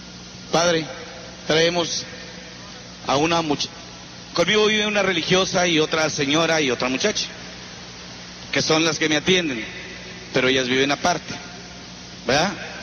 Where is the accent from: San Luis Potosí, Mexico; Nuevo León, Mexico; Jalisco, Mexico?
San Luis Potosí, Mexico; Tambaca; Ayer en mi comunidad, en mi pueblo, Tambaca, San Luis Potosí, tengo misa